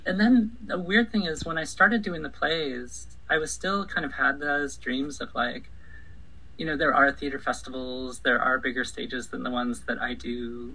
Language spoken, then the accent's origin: English; Eugene, Oregon, United States; also born or lived in Los Angeles; So I grew up in Eugene until I was 11. Then my family moved to LA and I went to UCLA.